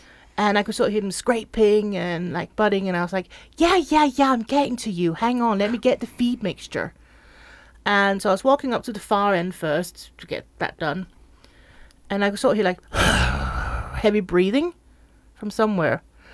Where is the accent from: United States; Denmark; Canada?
Denmark; moved away; So I'm from Denmark originally.